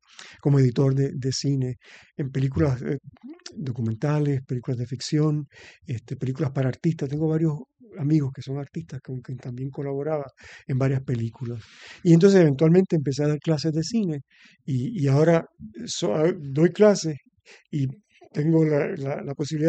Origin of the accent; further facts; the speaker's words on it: Aguada, Puerto Rico; Inclusive una de las películas se filmó en mi pueblo, en Aguada.